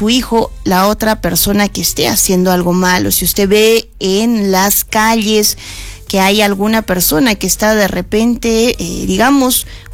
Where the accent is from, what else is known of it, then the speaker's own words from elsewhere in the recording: Peru; en este mes en el que celebramos nuestra independencia como peruanos.